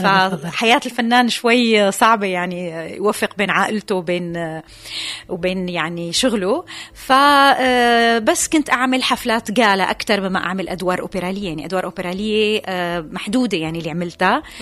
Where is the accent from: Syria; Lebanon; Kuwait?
Syria; also born or lived in Paris, France